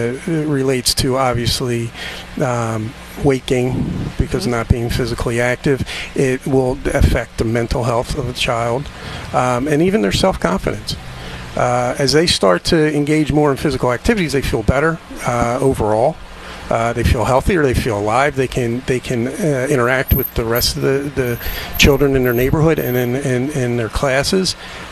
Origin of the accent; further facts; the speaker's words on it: New Jersey, United States; I'm from South Jersey, so I'm familiar with Philadelphia. I went to podiatry school in New York City.